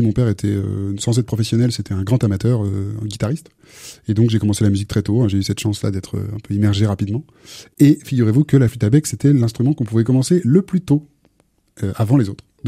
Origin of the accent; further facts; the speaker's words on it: Tours, Centre-Val de Loire, France; Julie, tous les deux, on est de Tours.